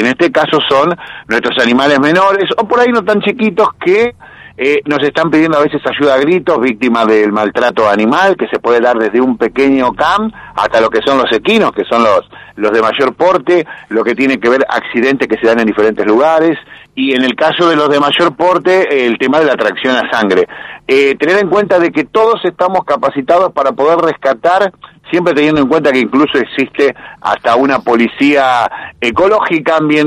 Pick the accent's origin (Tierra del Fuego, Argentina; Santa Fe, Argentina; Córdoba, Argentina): Santa Fe, Argentina